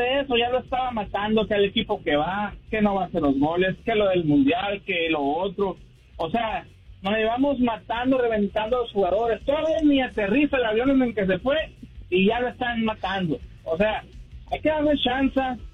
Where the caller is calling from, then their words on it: Tucson, Arizona, United States; de Tucson